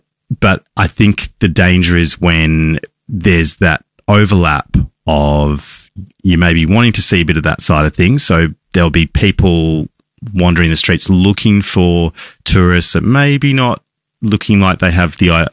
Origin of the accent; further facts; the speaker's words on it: Australia; I think that's one of the naiveties of traveling as an Australian overseas